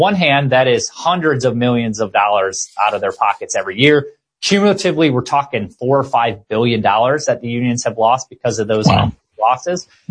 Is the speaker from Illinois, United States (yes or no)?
yes; Illinois, United States; born or raised there